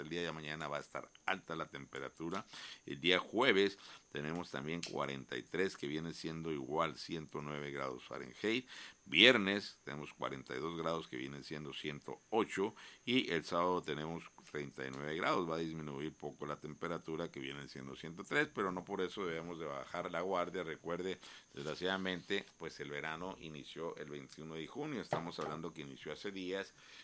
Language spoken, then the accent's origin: Spanish; Mexico; así somos los mexicanos